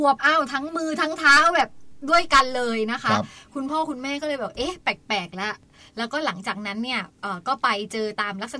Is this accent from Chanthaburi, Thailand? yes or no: no; Nakhon Si Thammarat, Thailand; accent: Southern Thai; หนูเป็นคนจังหวัดนครศรีธรรมราช